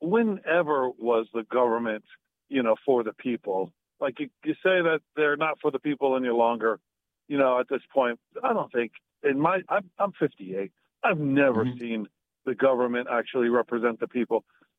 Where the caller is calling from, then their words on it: Virginia, United States; I'm from Virginia.